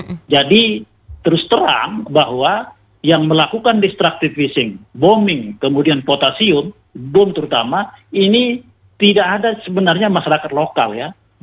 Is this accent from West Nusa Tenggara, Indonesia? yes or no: yes; West Nusa Tenggara, Indonesia; teman-teman di kampung saya menangkap ikan di sekitar perairan Labuan Haji Tanjung Luar